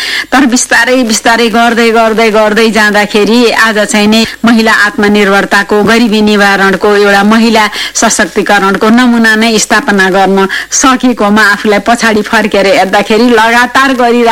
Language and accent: Nepali; Kathmandu, Bagmati, Nepal; born there; मेरो जन्म काठमाडौँमा भएको हो